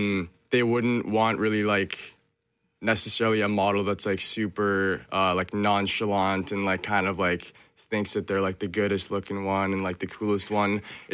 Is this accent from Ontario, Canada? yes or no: no; Winnipeg, Manitoba, Canada; And coming from Winnipeg, on my mom's side, I'm Filipino and Slovenian. And then on my dad's side, white, British Canadian, I guess.